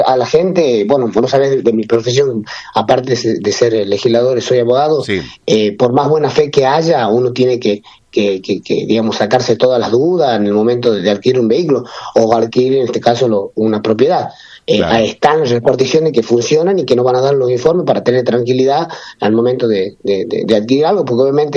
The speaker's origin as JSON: {"language": "Spanish", "region": "Tucumán", "country": "Argentina", "said": "vengo del departamento Leales, sí. Soy legislador del Este"}